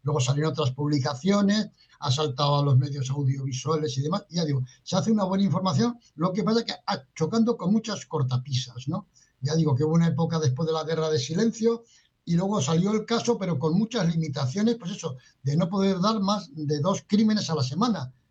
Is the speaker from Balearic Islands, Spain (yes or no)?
no; Pamplona, Navarre, Spain; Precisamente yo soy navarro